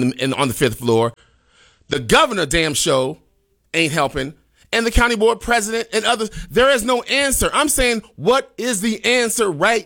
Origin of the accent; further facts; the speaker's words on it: Chicago, Illinois, United States; I grew up in Cabrini Green